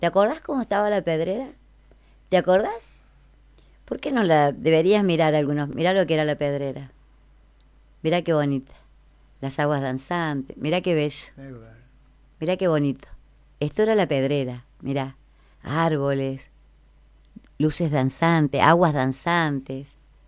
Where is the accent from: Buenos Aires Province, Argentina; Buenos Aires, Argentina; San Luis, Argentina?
San Luis, Argentina; Villa Mercedes; Yo soy de San Luis. Amo esta tierra. Y soy de Villa Mercedes.